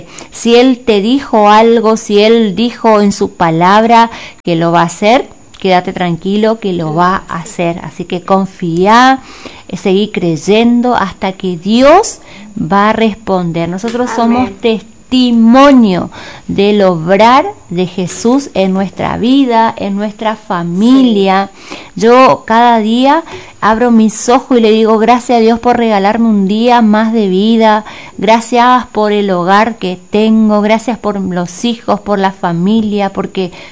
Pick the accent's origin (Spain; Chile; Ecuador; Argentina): Argentina; Corrientes; somos correntinos.